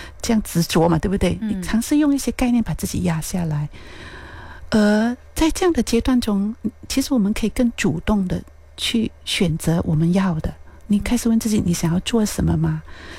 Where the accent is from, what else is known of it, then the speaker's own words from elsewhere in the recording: Bilut, Pahang, Malaysia; 我来自彭亨玻璃口新村，我们村里头有一个民众图书馆，65年的民众图书馆